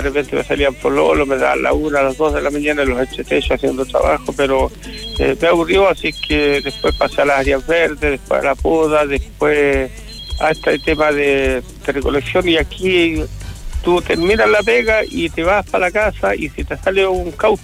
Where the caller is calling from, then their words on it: Linares, Maule, Chile; Soy de Linares y quiero una persona seria, no quiero jugar.